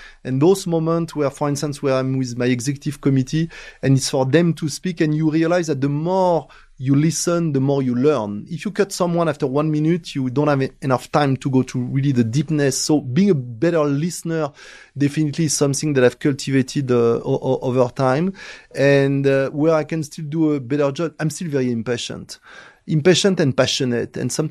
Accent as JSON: {"language": "English", "country": "France", "tie": "born or raised there", "also_born_or_lived": "China / India", "moved": "as an adult", "said": "I grew up in France, where you go through a very rational education, where you are taught to make decisions where you are 90% sure. And then I spent 20 years between China and India"}